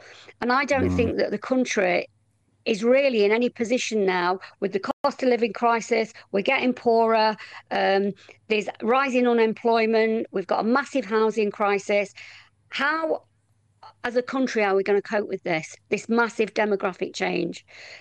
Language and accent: English; Nottingham, East Midlands, United Kingdom; I come from, like you, I come from Nottingham.